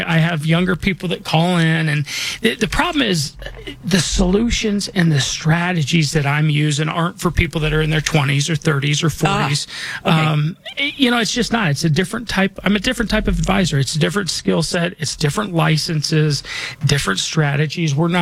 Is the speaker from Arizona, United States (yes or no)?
no; Colorado, United States; You know, I was born and raised here in Colorado. This is where I call home. This is where I'm raising my family.